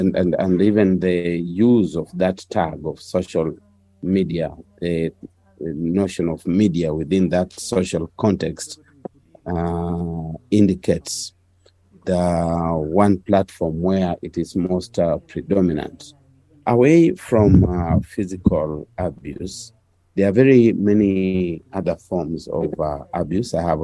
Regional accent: Kenya; as a Kenyan people, we are increasingly becoming violent.

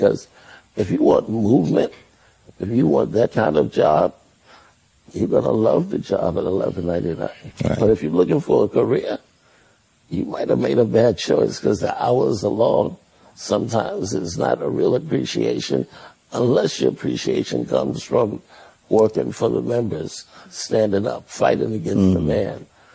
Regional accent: the South, United States; I am from the South

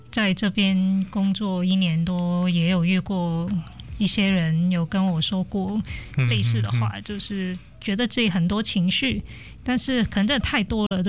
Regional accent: Hong Kong; now in Taiwan; 然后我是香港，说我讲话会有口音，不好意思，但是我在这边也服务一年多了

